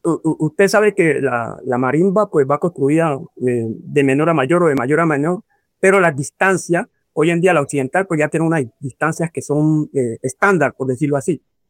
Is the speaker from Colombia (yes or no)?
yes; Guapi, Cauca, Colombia; Soy de Huapicauca. Y me considero pues un hombre de mi territorio, de mi cultura y de esas tradiciones que nuestros mayores nos han dejado.